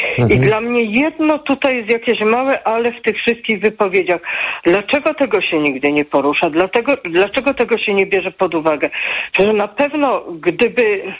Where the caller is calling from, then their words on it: Kraków, Lesser Poland, Poland; ja jestem z Krakowa